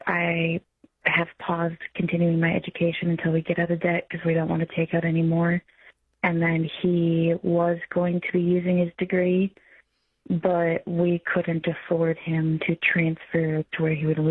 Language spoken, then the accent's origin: English; Minnesota, United States; now in Nashville, United States; we live in Nashville, but we're from Minnesota. And we originally planned to move back to Minnesota after we got our debt paid off